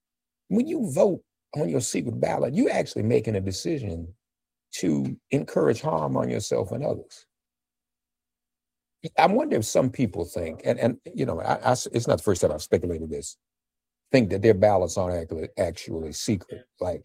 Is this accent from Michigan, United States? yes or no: no; Nashville, Tennessee, United States; also born or lived in Washington, D.C.; You all knew I was born in Washington, D.C., raised in Nashville, would come to spend summers in D.C.